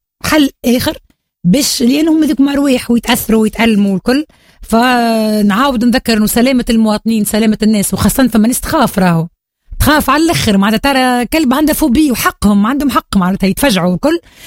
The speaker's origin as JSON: {"language": "Arabic", "country": "Tunisia"}